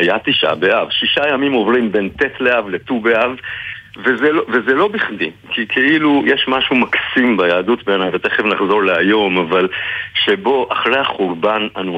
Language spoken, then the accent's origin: Hebrew; Jerusalem, Jerusalem District, Israel; ואני גדלתי בירושלים, אז אני יודע לעשות דבר תורה.